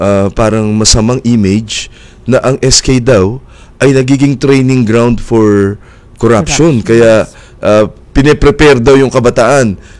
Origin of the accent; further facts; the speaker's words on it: Pasig, Metro Manila, Philippines; sa amin sa Pasig